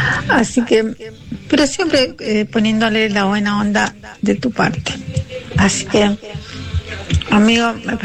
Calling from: Rafaela, Santa Fe, Argentina; Hace frío en Rafaela

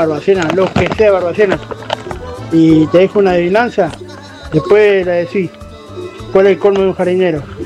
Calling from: Argentina; de Villamana Galvez.

